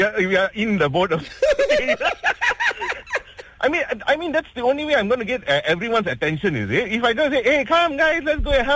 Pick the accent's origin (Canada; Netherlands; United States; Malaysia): Malaysia; I mean, spirit of being Malaysian is there.